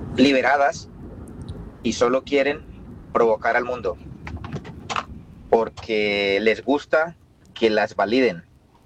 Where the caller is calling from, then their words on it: Spain; yo llamo desde España.